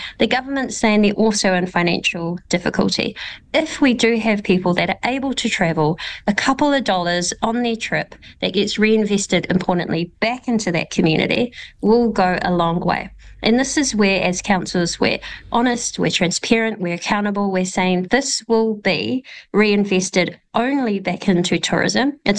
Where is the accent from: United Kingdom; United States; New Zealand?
New Zealand